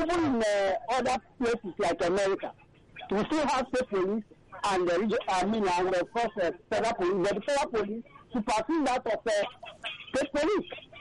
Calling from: Nigeria; I'm calling from Abaranjo, Nikosu.

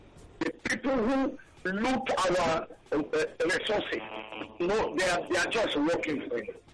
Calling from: Delta, Nigeria; I'm from Delta State

